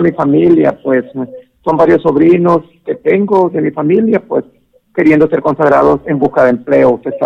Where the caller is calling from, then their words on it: La Paz, Honduras; le llamo de la ciudad de La Paz.